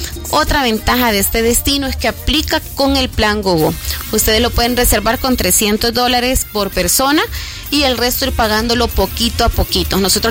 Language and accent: Spanish; El Salvador